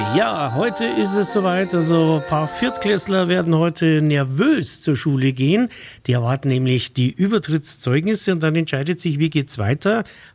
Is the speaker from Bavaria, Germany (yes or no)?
yes; Bavaria, Germany; Bin ja auch ein Niederbayer